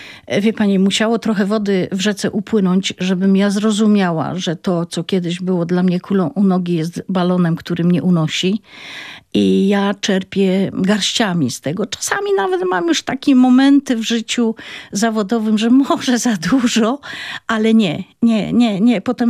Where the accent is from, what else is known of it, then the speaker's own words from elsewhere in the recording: Silesian Voivodeship, Poland; born there; accent: Silesian; first language Silesian; Polish is a second language; Ja się urodziłam w rodzinie śląskiej.